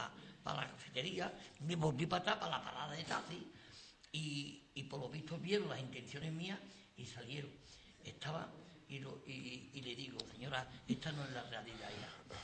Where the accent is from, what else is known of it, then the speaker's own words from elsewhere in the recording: Sanlúcar de Barrameda, Andalusia, Spain; los problemas de mi pueblo y mi gente y la gente y el día a día, los saluqueños.